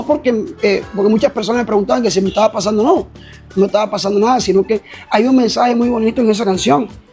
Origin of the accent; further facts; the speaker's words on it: Fundación, Magdalena, Colombia; Fundación porque es mi pueblo